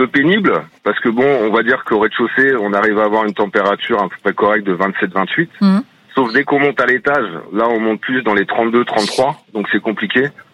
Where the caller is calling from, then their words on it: Pays de la Loire, France; De la Vendée.